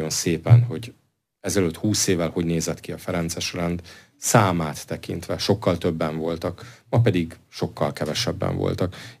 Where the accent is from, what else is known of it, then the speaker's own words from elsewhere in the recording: Hungary; Hát ugye magyarként, katolikusként azt tudom mondani, hogy én ennek nagyon szurkolok.